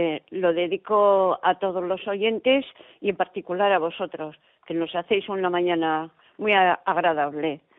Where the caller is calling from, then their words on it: Erandio, Basque Country, Spain; de Erandio.